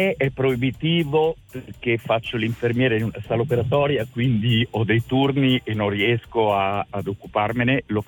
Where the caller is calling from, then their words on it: Milan, Lombardy, Italy; Allora io sono di Milano.